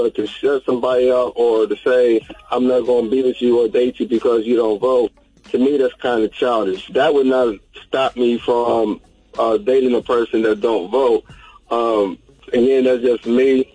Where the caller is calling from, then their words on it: Columbus, Ohio, United States; I'm calling from Columbus, Ohio.